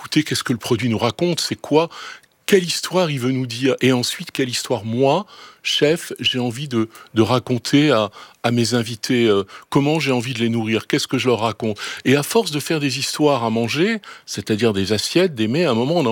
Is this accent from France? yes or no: yes; Rouen, Normandy, France; parce que moi je suis né à Rouen